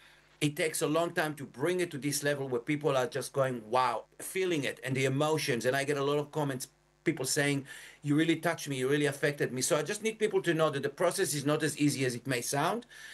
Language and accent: English; Yad Mordechai, Southern District, Israel; born or raised there